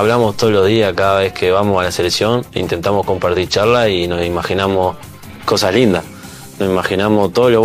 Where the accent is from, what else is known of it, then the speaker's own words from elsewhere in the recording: Uruguay; Somos uruguayos, podemos contra el que sea.